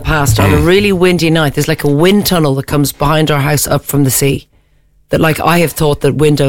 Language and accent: English; Dublin, Leinster, Ireland